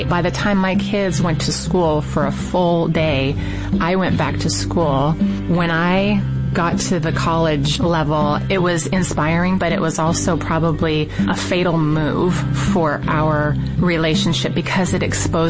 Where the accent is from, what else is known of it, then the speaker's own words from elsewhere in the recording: Garden Grove, California, United States; I grew up in Garden Grove, California.